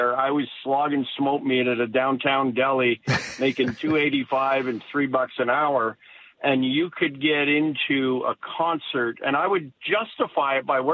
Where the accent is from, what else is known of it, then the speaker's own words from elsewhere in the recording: Montreal, Quebec, Canada; now in Calgary, Canada; I grew up in Montreal, although I've been out in Calgary for 40 plus years.